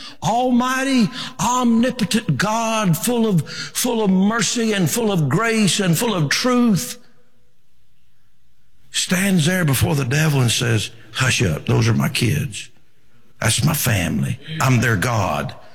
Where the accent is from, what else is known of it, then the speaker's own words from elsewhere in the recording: United States; I've never been tempted to say, no, I'm not an American.